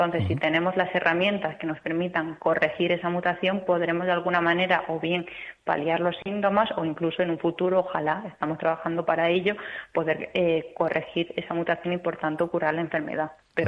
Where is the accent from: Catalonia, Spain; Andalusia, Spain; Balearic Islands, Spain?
Andalusia, Spain; Granada; Pues yo vengo desde Granada y he de decir que como en casa.